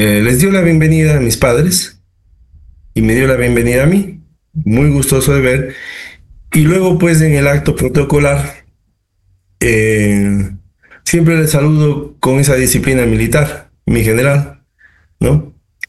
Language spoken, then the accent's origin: Spanish; Ecuador; me consideran como un representante cultural del Ecuador.